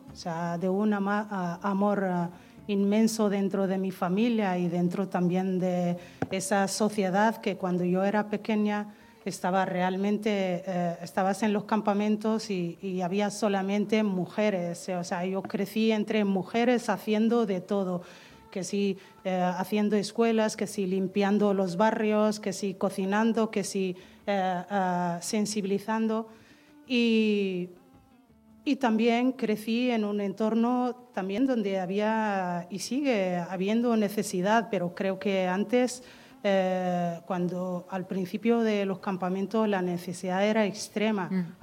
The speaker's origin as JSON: {"language": "Spanish", "region": "Tindouf Province", "country": "Algeria", "tie": "born or raised there", "moved": "yes", "lives_now": "Spain", "said": "Entonces yo crecí en ese ambiente y para mí, dentro de lo que es vivir en un campo de refugiados, esa parte de mi infancia pues me trae felicidad y me trae buenos recuerdos."}